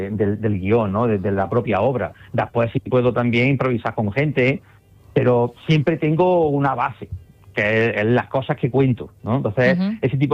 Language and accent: Spanish; Jaén, Andalusia, Spain